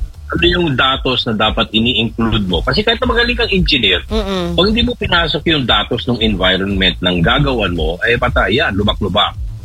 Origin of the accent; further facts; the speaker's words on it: Manila, Metro Manila, Philippines; Lumaki ako sa Divisoria, talagang daanan ng trakasyan eh.